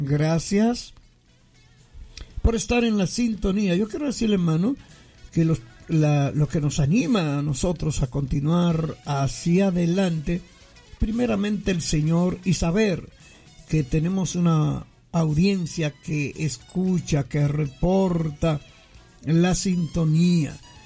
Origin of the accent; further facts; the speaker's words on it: Dominican Republic; los diferentes líderes de nuestra República Dominicana